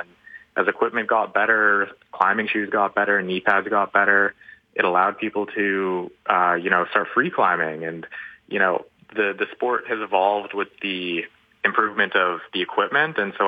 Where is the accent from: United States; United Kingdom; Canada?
Canada; Calgary, Alberta; I mean, I grew up in Calgary